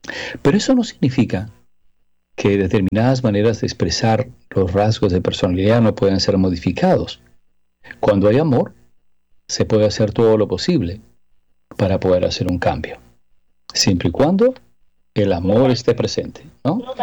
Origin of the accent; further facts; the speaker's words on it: Mexico; Mi esposa es centroamericana y es guatemalteca. Yo soy mexicano.